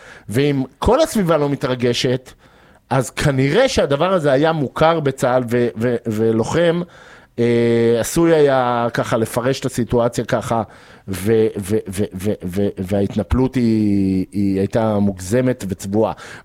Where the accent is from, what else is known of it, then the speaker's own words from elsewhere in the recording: Rehovot, Central District, Israel; born there; גם אני בילדותי נסעתי על אופניים ביום כיפור, הייתה רמפה מטורפת מרחובות